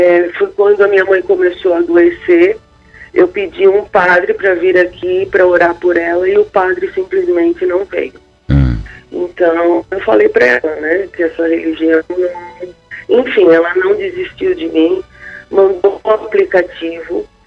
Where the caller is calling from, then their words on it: Blumenau, Santa Catarina, Brazil; De Blumenau, Santa Catarina.